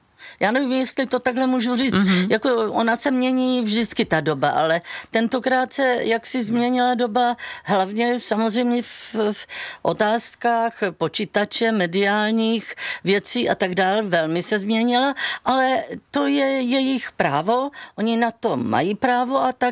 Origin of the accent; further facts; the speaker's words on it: Brno, South Moravian Region, Czechia; já prostě jsem sice rodilý Brňák